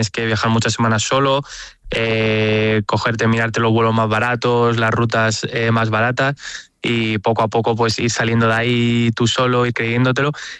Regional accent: Spain

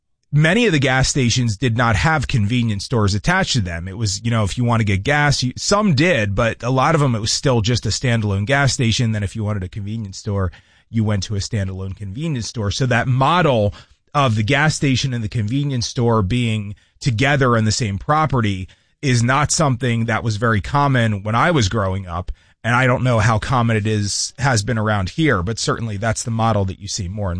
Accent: New Jersey, United States; moved away; Where I grew up in New Jersey

